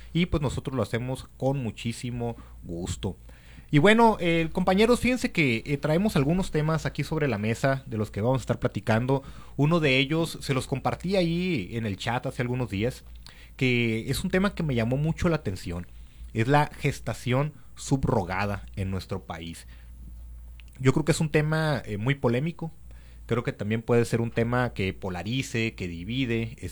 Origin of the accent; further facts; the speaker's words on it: Mexico; también somos mexicanos